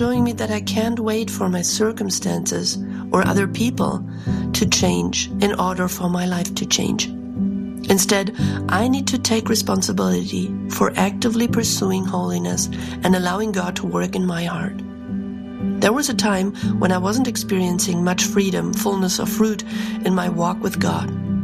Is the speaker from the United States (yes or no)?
no; Germany; English is a second language; from Germany, and I'm a Revive partner.